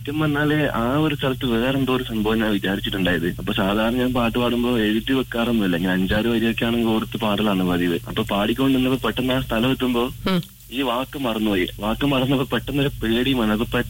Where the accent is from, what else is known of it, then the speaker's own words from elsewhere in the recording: Kasaragod district, Kerala, India; now in Sharjah, United Arab Emirates; നാട്ടില് ഞാൻ കാസർഗോഡ് ജില്ലയാണ്, തിരിക്കുളം എന്ന് പറയുന്നത് ഗ്രാമം, നീലേശ്വരത്തിന്റെ അടുത്തായിട്ട് വരും.